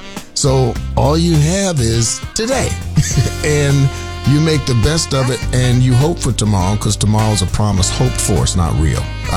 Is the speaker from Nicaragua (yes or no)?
no; Savannah, Georgia, United States; I'm from Savannah, Georgia.